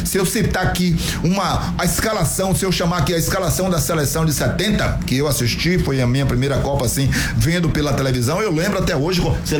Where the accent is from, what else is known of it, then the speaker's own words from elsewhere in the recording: Northeast Region, Brazil; nós somos aqui do Nordeste